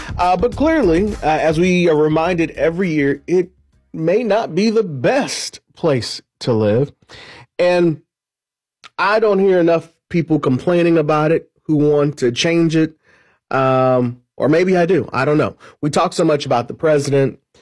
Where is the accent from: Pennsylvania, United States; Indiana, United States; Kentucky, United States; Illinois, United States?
Indiana, United States; Now, I'm from Indiana, but I've lived in other places.